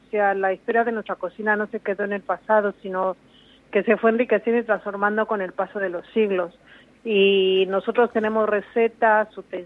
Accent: Mexico; mi país es muy extenso, tenemos 32 estados y cada estado tiene sus propias gastronomías locales. Y somos un país totalmente habitado

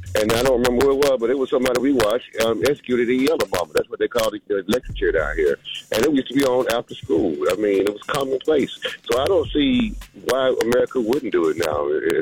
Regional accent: Alabama, United States; I'm from Alabama. Well, I remember when we were kids, we used to see the executions in the yellow mama on television after school.

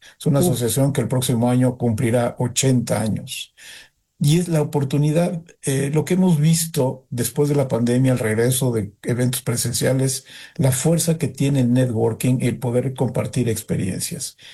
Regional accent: Mexico; born there; quienes somos mexicanos de nacimiento y de convicción

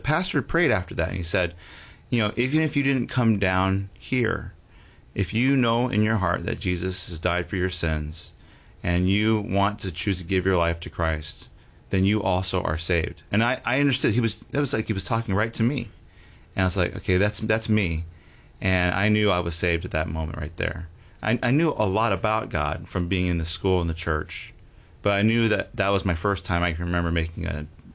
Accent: Houston, Texas, United States; born there; I was born in Houston, Texas.

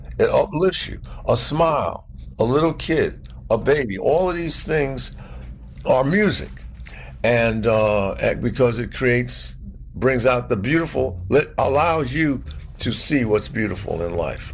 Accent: New York, United States; I always say I'm from the South Bronx.

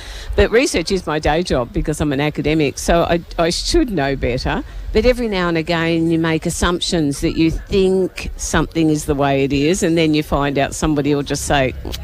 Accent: Montrose, Victoria, Australia; also born or lived in Croydon, Victoria; now in Friendship Gully, Australia; I grew up in Montrose, and I spent a lot of my teenage years in Croydon.

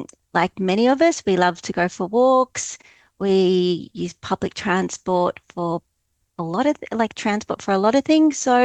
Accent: Brisbane, Queensland, Australia; born or raised there; now in Tasmania, Australia

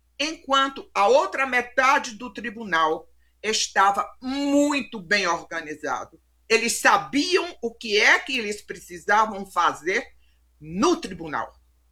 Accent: Brazil; Porque é do meu interesse, como brasileira, como magistrada que fui

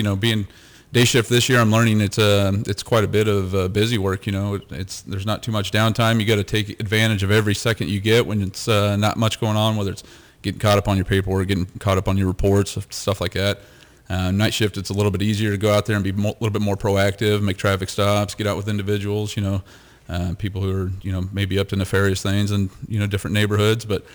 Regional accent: Lewistown, United States; Just went to, applied at my hometown and got hired with Lewistown Police Department to start my career.

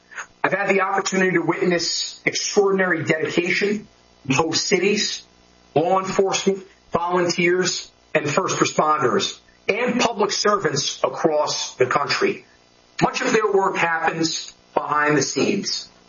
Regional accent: New York, United States; I'm happy to go give you the pizza tour recommendation as a New Yorker more than anything.

